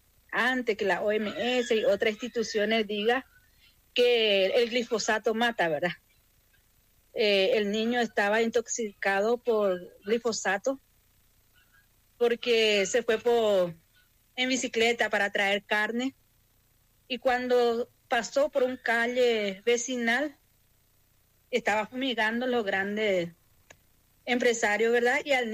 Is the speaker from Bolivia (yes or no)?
no; Paraguay; porque Paraguay habla mucho en guaraní, o sea que el 90% de la población hablamos en guaraní.